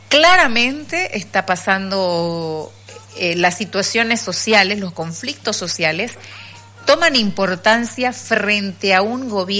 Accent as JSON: {"language": "Spanish", "country": "Bolivia", "said": "¿por qué se va a abrogar escuchándolo a ellos y no escuchándonos a nosotros, que también somos parte de Bolivia?"}